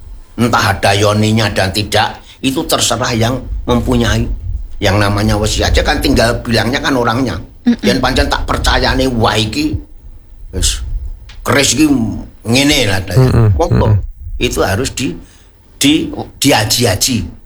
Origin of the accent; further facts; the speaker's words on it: Java, Indonesia; untuk saya sebagai orang Jawa kuno dari yang sudah tua